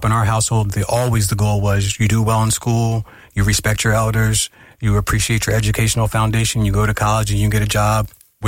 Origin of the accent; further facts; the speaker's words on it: East Norriton, Pennsylvania, United States; we grew up in East Norton, Pennsylvania. Yeah. So that was, the outskirts of Norristown.